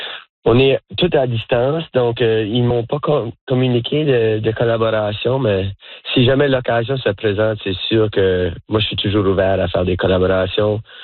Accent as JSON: {"language": "French", "region": "Nova Scotia", "country": "Canada", "tie": "born or raised there", "lives_now": "New Brunswick, Canada", "said": "Il suffit que j'ai grandi à Nouvelle-Écosse puis tout mon entourage était anglophone."}